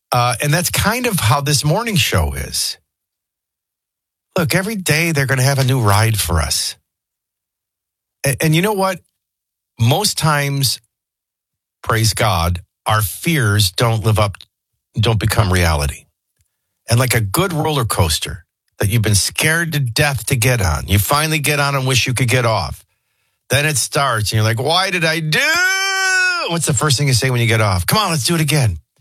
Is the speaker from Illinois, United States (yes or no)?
yes; Chicago, Illinois, United States; moved away; also born or lived in New Orleans; Listen, I was from Chicago. I moved down to New Orleans.